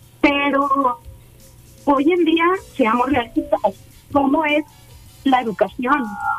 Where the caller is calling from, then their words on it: Zapopan, Jalisco, Mexico; De Zapopan.